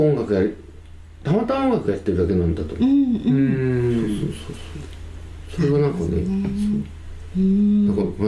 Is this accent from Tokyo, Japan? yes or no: yes; Hino, Tokyo, Japan; also born or lived in Hachioji; 僕はそのこの八王子のお隣町の日野市というところに生まれました。うん、でね、高校は八王子の南多摩高校に通ってたりして、うん、まあ、この多摩地区ってところが故郷で